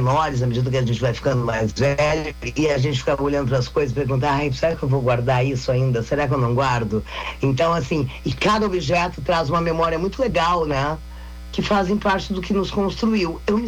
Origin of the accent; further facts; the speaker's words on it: Rio Grande do Sul, Brazil; now in São Paulo, Brazil; nós somos gaúchos, ele veio para o Rio, eu fui morar em São Paulo